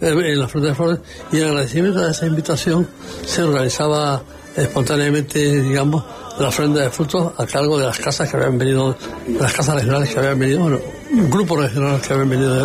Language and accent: Spanish; Las Palmas de Gran Canaria, Canary Islands, Spain; moved away; also born or lived in Madrid / Zaragoza; Yo soy de Las Palmas de Gran Canaria. Pues yo el día 4 de octubre hizo 72 años que vine de Gran Canaria a Madrid al Colegio de Huérfanos de Militares.